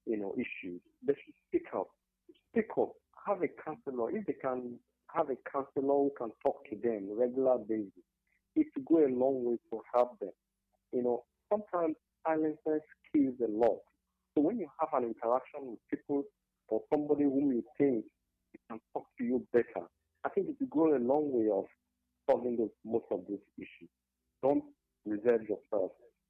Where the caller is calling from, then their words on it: Cross River, Nigeria; I'm calling from Cross River State, Yala local government in Wanihim.